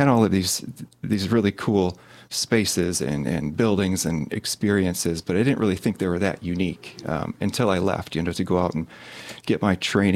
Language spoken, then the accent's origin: English; Frankfort, Michigan, United States; also born or lived in Traverse City, Michigan; I was actually born in Traverse City, but raised in Frankfort. I grew up here, went to Frankfort High School. And but my family is all from here.